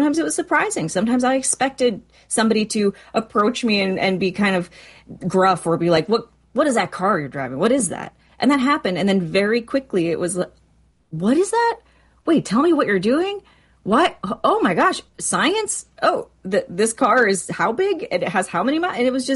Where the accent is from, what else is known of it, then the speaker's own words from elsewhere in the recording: Marshfield, United States; also born or lived in Chicago / New York; now in Los Angeles, United States; So I'm from Marshfield, and then I was in Chicago and then New York, and then I was in LA. And I moved